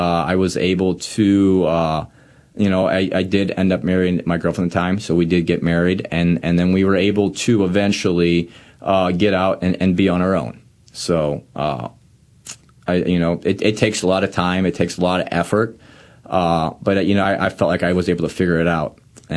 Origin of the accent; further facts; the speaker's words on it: Ferguson, Missouri, United States; I'm from Ferguson. My parents are both from really? Ferguson, Missouri. So we grew up at a parish that I still call it.